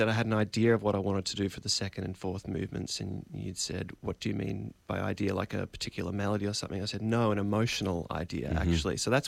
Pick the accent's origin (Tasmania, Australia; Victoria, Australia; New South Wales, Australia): Victoria, Australia; Melbourne; moved away as an adult; now in United States; I'm from Melbourne, more mm-hmm. or less.